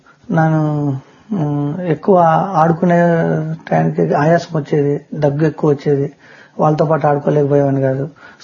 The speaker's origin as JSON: {"language": "Telugu", "area": "Anantapur", "region": "Andhra Pradesh", "country": "India"}